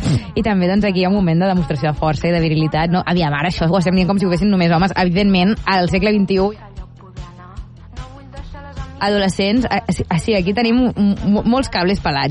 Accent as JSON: {"language": "Catalan", "town": "Blanes", "region": "Catalonia", "country": "Spain", "said": "allà d'on soc jo, Blanes, no es fa res."}